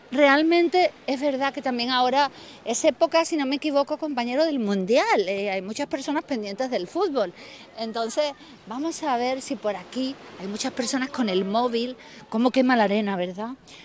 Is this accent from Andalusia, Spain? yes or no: yes; Cádiz, Andalusia, Spain; yo como me he criado también en Cádiz, yo estoy mezclada por todos lados.